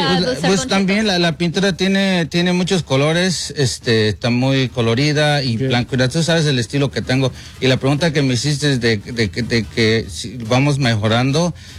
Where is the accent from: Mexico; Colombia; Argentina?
Mexico; Santa Catarina, Guanajuato; Santa Catarina, Guanajuato. Es un pueblito chiquito, cerquita de Querétaro, pegado a Querétaro.